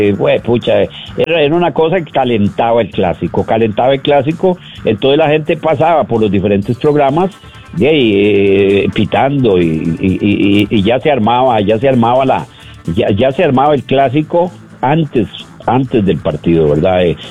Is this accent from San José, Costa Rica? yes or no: yes; San José, Costa Rica; also born or lived in Cinco Esquinas, Tibás; yo me crié en Atillo, aunque yo tengo algo de herediano por … pero sí nos fuimos para vivimos en Cinco Esquinas y después nos fuimos para Atillo